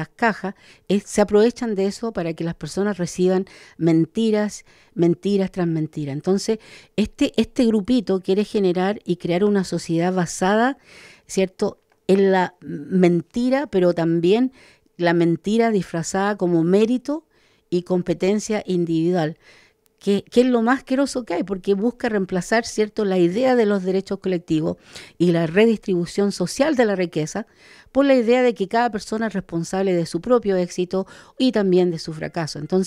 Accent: Chile; desalojar a mi pueblo, al pueblo mapuche, de sus tierras recuperadas

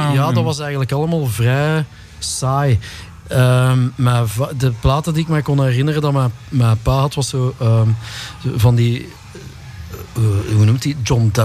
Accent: Brussels, Brussels-Capital Region, Belgium; also born or lived in Antwerp; En dat is zo goed als de enige reden waarom ik daar ben geboren. Want ik ben eigenlijk oorspronkelijk van Brussel.

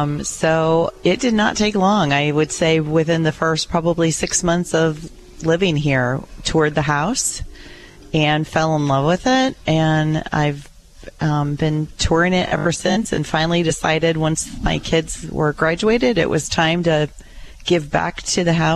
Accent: Michigan, United States; moved away as an adult; also born or lived in Indiana; now in Springfield, United States; I was born and raised in Michigan.

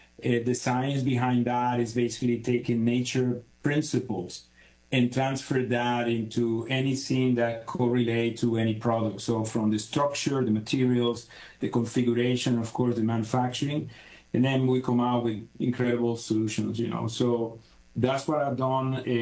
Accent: Venezuela; I grew up in Venezuela. I don't know if you're familiar. Well, nowadays it's in the news, but Venezuela is an incredible nature-driven country.

